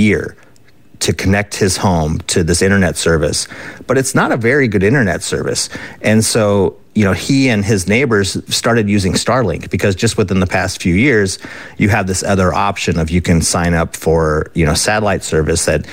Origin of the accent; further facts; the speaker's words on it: Alaska, United States; But you know, I'm from Alaska. I grew up here, and when I go to other states, I'm amazed at how little everyone else pays and how much faster their internet is.